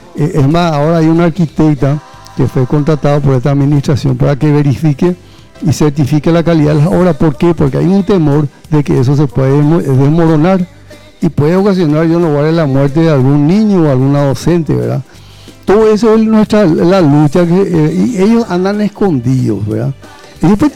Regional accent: Paraguay; soy un ciudadano paraguayo

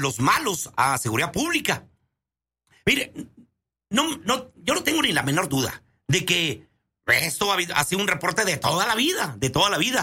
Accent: Camargo, Chihuahua, Mexico; born there; los que nacimos en Camargo

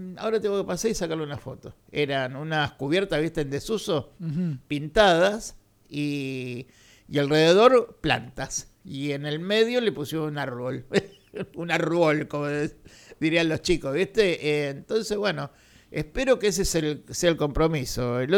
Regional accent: Partido de la Costa, Buenos Aires Province, Argentina; born there; Soy del Partido de San Martín. Vine muy chico, pero bueno, más de 50 años sé que tengo en la costa, así que. Por adopción, ¿no? pero siempre defendí, es más, digo, es mi lugar en el mundo, el Partido de la Costa.

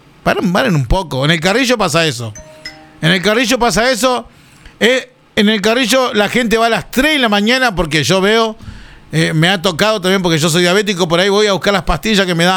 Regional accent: Colombia; now in Argentina; Y no soy argentina, soy colombiana.

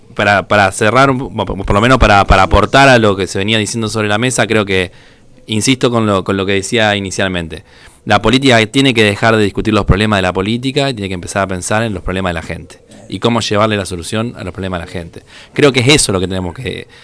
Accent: Rosario, Santa Fe, Argentina; born there; moved away as an adult; now in Reconquista, Argentina; Yo soy nacido en Rosario y por elección reconquistense.

